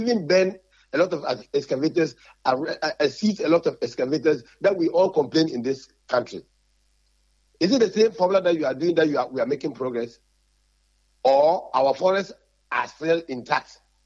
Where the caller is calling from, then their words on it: Fijai, Western Region, Ghana; calling from Fijai.